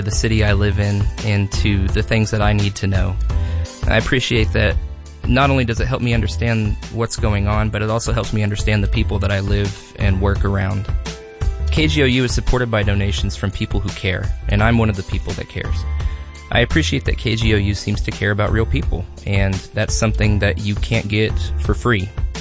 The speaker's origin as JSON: {"language": "English", "town": "Oklahoma City", "region": "Oklahoma", "country": "United States", "said": "from Oklahoma City."}